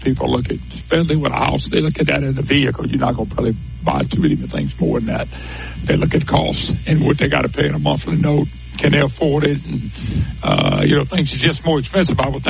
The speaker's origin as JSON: {"language": "English", "town": "Plaquemine", "region": "Louisiana", "country": "United States", "tie": "born or raised there", "lives_now": "Lafayette, United States", "said": "I grew up and born and raised in Plaquemine, Baton Rouge area, but I'm in Lafayette area"}